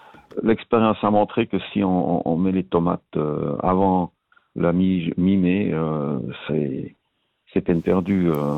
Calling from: Estavayer-le-Lac, Fribourg, Switzerland; Non, non, j'habite sur la Estavayer, le lac

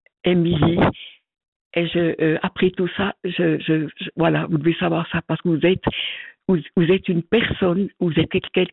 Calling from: Vaud, Switzerland; Entre Lausanne et Nyon.

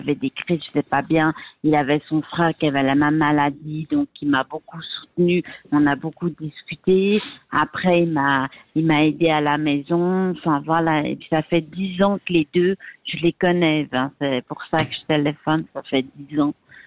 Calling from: Geneva, Switzerland; moi je suis sur Genève

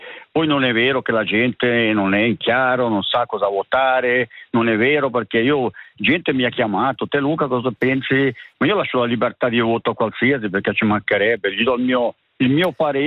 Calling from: Switzerland

